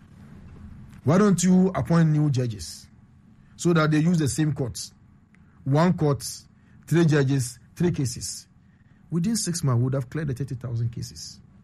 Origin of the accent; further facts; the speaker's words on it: Nima, Greater Accra, Ghana; As a little boy growing up in Nima, I remember we had what we call the PDCs, People Defense Committees.